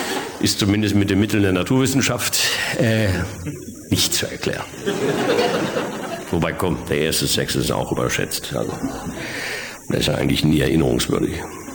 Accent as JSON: {"language": "German", "region": "North Rhine-Westphalia", "country": "Germany", "said": "Jetzt komme ich aus dem Ruhrgebiet und wir bei uns zu Hause, das werden Sie nicht kennen, wir sind sogenannte Wirkungstrinker."}